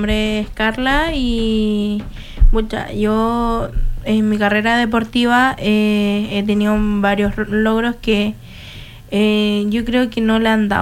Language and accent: Spanish; Chile; somos varios chilenos que son de varias regiones